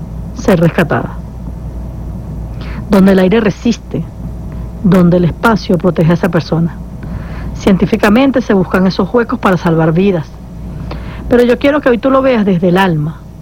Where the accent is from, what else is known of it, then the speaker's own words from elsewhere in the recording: Venezuela; Nosotros como seres humanos, como venezolanos, estamos hechos de madera firme, pero de madera flexible, que se levanta después de cada adversidad.